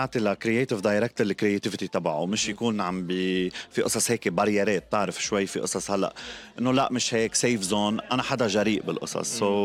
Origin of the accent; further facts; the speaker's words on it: Lebanon; حقيقتنا نحن كلبنانيه،